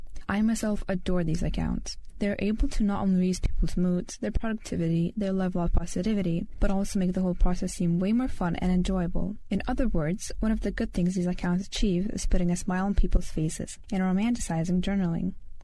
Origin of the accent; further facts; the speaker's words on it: Lithuania; English is a second language